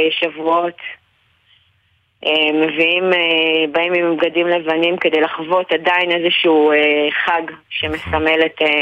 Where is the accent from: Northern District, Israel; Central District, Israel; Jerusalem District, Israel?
Northern District, Israel; Shlomi; אני נולדתי בשלומי, אני גדלתי למציאות הזאת.